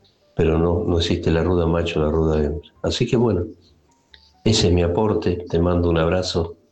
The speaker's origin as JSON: {"language": "Spanish", "region": "Buenos Aires Province", "country": "Argentina", "tie": "born there", "said": "yo me crié en el campo"}